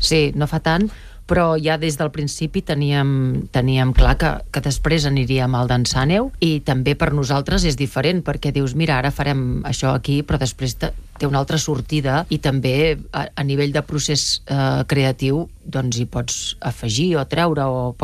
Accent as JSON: {"language": "Catalan", "town": "Barcelona", "region": "Catalonia", "country": "Spain", "also_born_or_lived": "Molins de Rei", "lives_now": "La Garriga, Spain", "said": "Jo soc de Barcelona i després he viscut molts anys a Molins de Rei, que la família de la meva mare són d'allà. Per tant, soc una mica de poble i una mica de la ciutat, i ara visc a la Garriga per circumstàncies personals."}